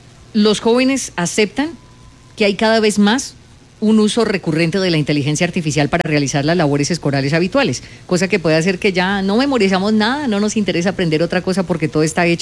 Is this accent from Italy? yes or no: no; Colombia